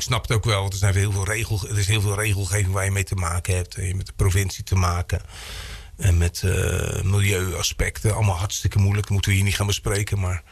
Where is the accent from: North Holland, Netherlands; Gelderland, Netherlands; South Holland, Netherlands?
South Holland, Netherlands; Slikkerveer; also born or lived in Drievliet; Want wij zijn in 1979 van de Bennetsweerstraat in Slikkerveer verhuisd naar Drievliet. Zoals ik al zei, we hebben daar 3-4 jaar gewoond.